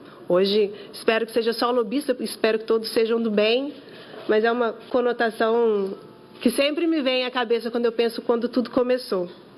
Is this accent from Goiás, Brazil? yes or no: no; Minas Gerais, Brazil; porque eu, como mineira, devo tudo a Minas. Foi onde eu nasci, onde eu cresci